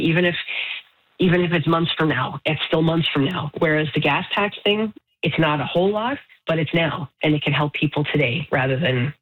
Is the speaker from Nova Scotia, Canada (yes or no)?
yes; Cape Breton, Nova Scotia, Canada; I'm not from there, but I'm from Cape Breton. And I can remember growing up